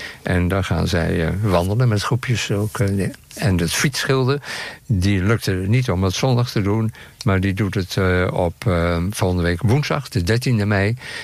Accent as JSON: {"language": "Dutch", "country": "Netherlands", "said": "Ja, daar zijn we altijd als Hollanders zijn we daar heel blij mee."}